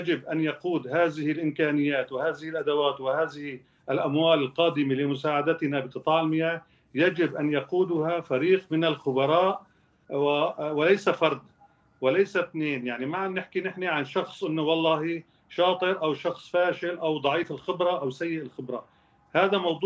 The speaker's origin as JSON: {"language": "Arabic", "country": "Syria"}